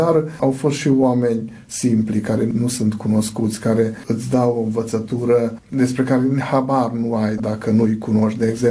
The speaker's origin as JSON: {"language": "Romanian", "country": "Hungary", "said": "în timpul zilei noi practicăm mai mult limba majoritară a țării"}